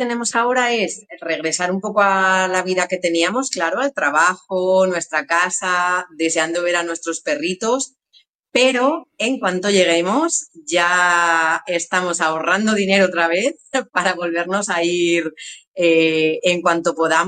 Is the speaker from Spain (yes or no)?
yes; Guadalajara, Castilla-La Mancha, Spain; es de la misma provincia que somos nosotros, somos de Guadalajara.